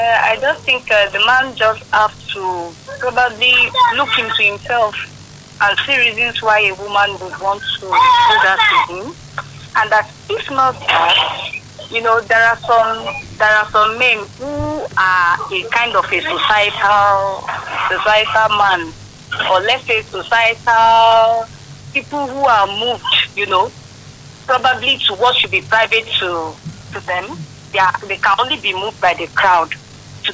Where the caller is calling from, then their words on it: Ibadan, Oyo, Nigeria; from Ibadan.